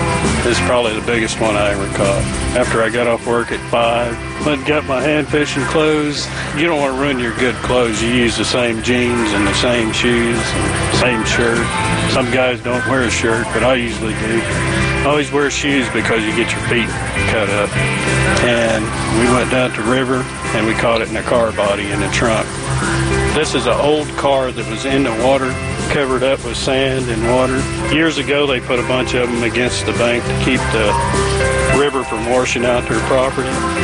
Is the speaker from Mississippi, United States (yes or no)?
no; Calumet, Oklahoma, United States; I'm from Calumet, Oklahoma. I am fourth generation Okie Noodler.